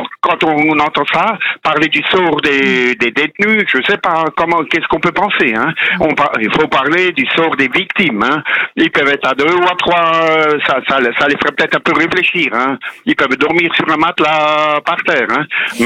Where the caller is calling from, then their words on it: Illzach, Grand Est, France; D'Ilzac, à côté de Mulhouse.